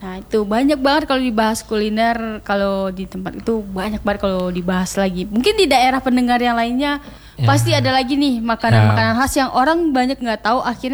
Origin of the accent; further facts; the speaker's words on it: West Sumatra, Indonesia; Sebenarnya kalau dibahas kalau di daerahku Sumatera Barat tuh banyak banget yang kayak orang harus coba